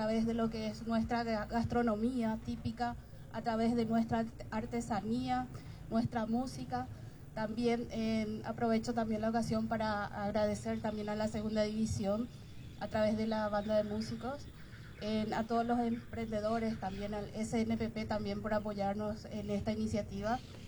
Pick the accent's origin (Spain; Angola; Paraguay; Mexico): Paraguay; nuestra identidad, algo que nos caracteriza como paraguayos